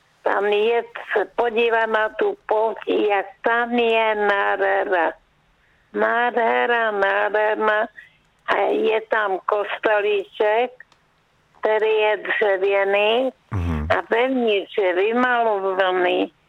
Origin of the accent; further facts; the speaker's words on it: Jeseníky, Czechia; also born or lived in Wallachia; A Valachy, to je moje rodiště. Naše se přestěhovali po válce 45. na Jeseníky, tak jsem tam vyrůstala